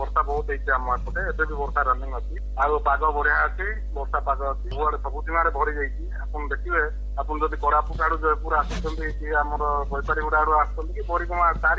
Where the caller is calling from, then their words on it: Jeypore, Odisha, India; ଜୟପୁରରୁ କହୁଥିଲି।